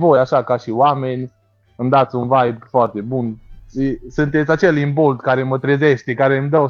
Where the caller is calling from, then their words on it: Vâlcele, Cluj County, Romania; Vâlcele, Cluj-Napoca. Comuna Feleacu.